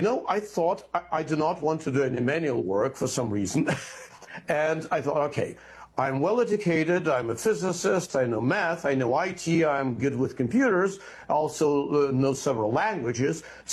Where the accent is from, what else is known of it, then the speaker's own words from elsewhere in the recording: Moscow, Russia; I'm from Moscow, Russia, originally born there, and I'm a single and lonely child.